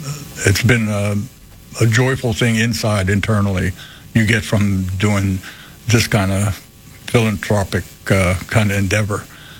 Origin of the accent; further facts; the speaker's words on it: Aliquippa, Pennsylvania, United States; I'm from Maliquippa.